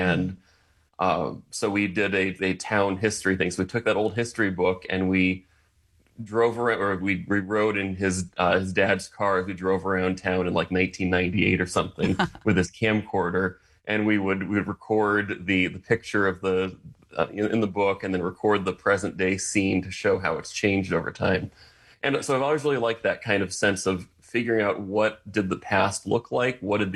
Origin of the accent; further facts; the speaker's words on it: New England, United States; It was growing up in New England, being surrounded by history, and really kind of from, you know, I was kind of a history geek from a young age.